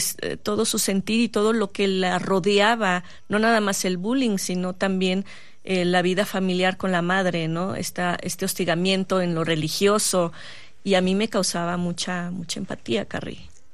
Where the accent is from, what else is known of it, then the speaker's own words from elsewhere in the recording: Poza Rica, Veracruz, Mexico; now in Mexico City, Mexico; Yo soy de provincia, de Poza Rica, Veracruz, y fui una chica con el sueño de venirme a la ciudad a hacer teatro, a estudiar.